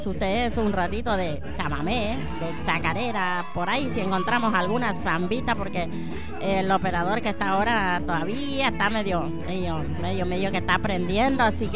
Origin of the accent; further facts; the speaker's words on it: Formosa, Argentina; la música que nos identifica como argentinos y como formoseños.